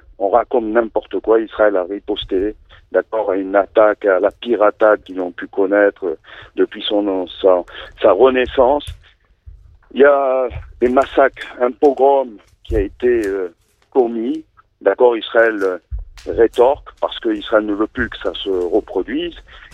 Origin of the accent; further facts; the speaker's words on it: France; now in Marseille, France; je suis pas israélien. Je suis français juif vivant à Marseille